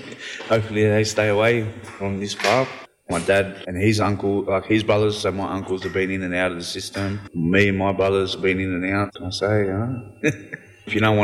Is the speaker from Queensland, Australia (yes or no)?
no; Sydney, New South Wales, Australia; My dad grew up La Perouse and born and raised in Liverpool area.